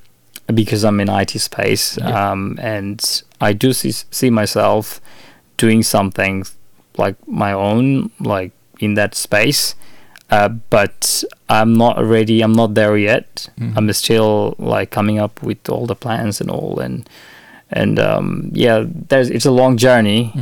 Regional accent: Munshiganj, Dhaka Division, Bangladesh; now in Adelaide, Australia; I am from Bikrampur, which is basically Munshiganj.

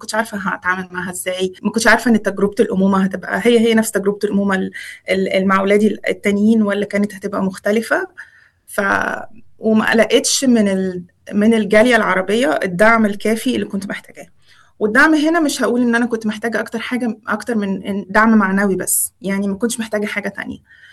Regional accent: Egypt; moved away as an adult; now in Adelaide, Australia; أنا مصرية، أصولي مصرية، اتنقلت لأستراليا من حوالي 9 سنين في 2017 تحديداً.

